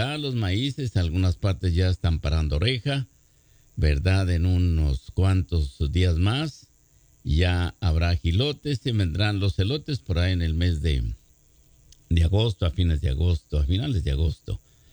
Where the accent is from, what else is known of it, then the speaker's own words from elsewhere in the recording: Durango, Mexico; en Durango, ¿verdad? Mi tierra preciosa.